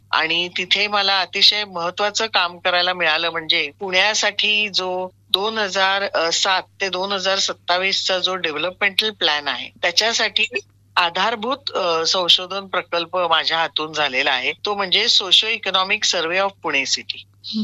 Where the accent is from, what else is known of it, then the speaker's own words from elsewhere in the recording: Mumbai, Maharashtra, India; माझा जन्म मुंबईचा आहे. मी मूळची मुंबईची, अगदी गिरगावातला माझा जन्म.